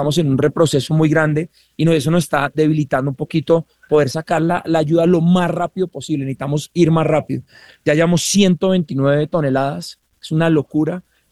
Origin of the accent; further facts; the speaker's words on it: Colombia; Miren, cuando nos unimos como colombianos, sin banderas políticas, sin nada, lo que logramos no tiene palabras.